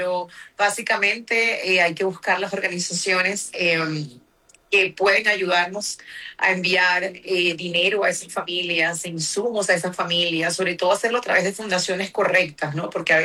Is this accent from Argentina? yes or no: no; Mexico; mexicano, con los topos, con los rescatistas que han estado mandando ayuda a mi país, que ya están en mi país salvando vidas.